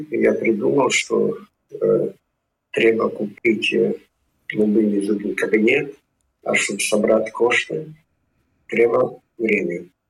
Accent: Latvia; Я як сам з Латвії

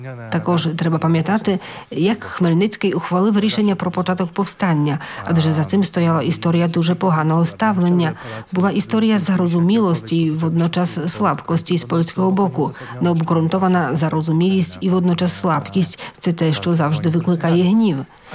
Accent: Poland; Прошу пам'ятати, я поляк, тому передусім мене цікавлять польські інтереси.

